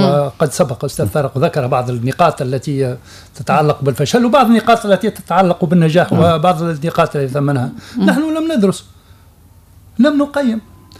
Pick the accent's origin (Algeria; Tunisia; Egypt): Tunisia; ثقافتي أنا كتونسي